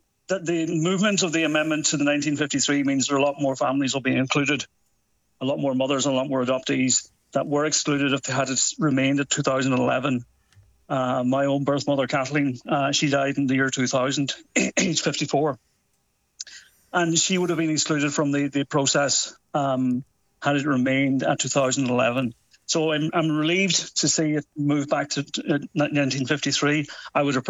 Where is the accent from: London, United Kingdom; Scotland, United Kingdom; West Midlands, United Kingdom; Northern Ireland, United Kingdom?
Northern Ireland, United Kingdom; born there; Because I was born in Northern Ireland, but I was taken and adopted out of, fostered and adopted out of the Republic.